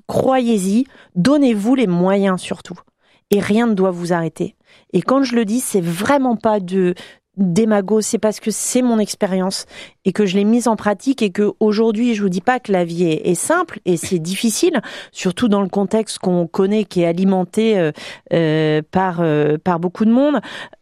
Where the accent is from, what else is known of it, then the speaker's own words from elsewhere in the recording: Bordeaux, Nouvelle-Aquitaine, France; je suis bordelaise